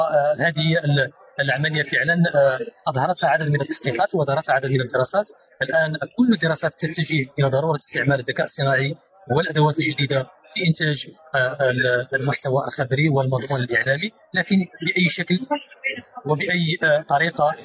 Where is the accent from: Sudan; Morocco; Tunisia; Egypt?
Morocco; أنا أستاذ مغربي في معهد عالي لمهنة السمع البصري والسينما.